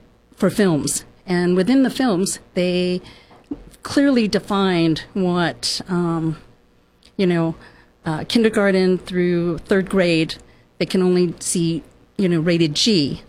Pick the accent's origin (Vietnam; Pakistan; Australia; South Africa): Vietnam; now in United States; I immigrated here as a refugee from Vietnam in 1975. My father was in the military, a naval officer.